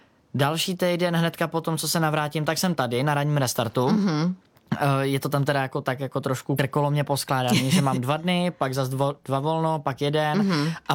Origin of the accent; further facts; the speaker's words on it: Prague, Czechia; born there; also born or lived in Benešov area, Central Bohemian Region; já jsem se narodil v Praze, v Podolí, pak jsme bydleli v Hostivaři, ale tenkrát ještě úplně Hostivař nebyla část Prahy.